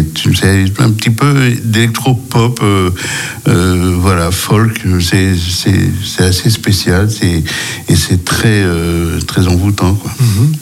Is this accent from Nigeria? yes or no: no; Martinique; je viens de Martinique.